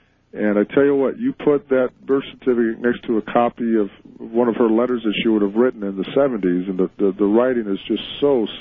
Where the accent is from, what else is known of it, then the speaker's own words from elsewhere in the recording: Sacramento, California, United States; born there; I was born in Sacramento, California, as far as what my birth certificate says.